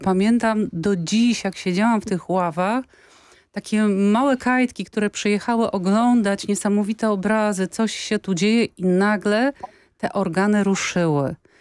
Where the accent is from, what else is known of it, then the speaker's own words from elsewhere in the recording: Warmian-Masurian Voivodeship, Poland; Ja jestem z Mazur